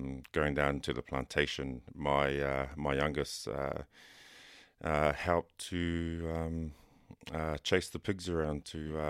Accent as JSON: {"language": "English", "country": "New Zealand", "tie": "born or raised there", "also_born_or_lived": "Achu (Pacific island, likely Atiu, Cook Islands)", "moved": "as an adult", "lives_now": "Brisbane, Australia", "said": "currently being raised over here in Australia, Brisbane. I was born in Achu, but I grew up in New Zealand, and in New Zealand, I started my career over there as a police officer"}